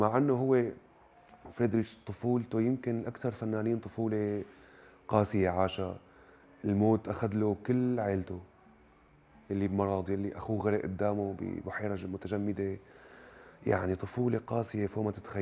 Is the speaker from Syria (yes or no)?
yes; Syria; بتعرفي احنا كسوريين عم نموت جوع